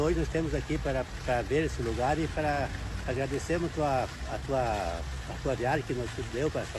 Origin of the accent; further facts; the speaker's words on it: Rio Grande do Sul, Brazil; que é a nossa terra mata, que eu sou também gaúcho